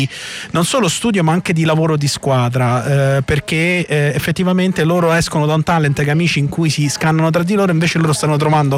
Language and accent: Italian; Rome, Lazio, Italy; io sono romano quindi non lo riesco a fare bene